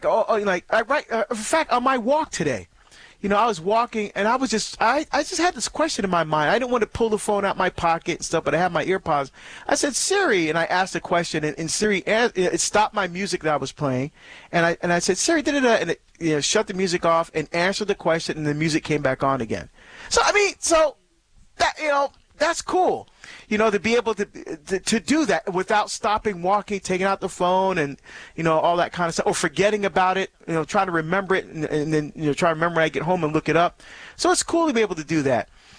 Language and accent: English; New Jersey, United States; you know, as we say, like down the shore, again, back in my home state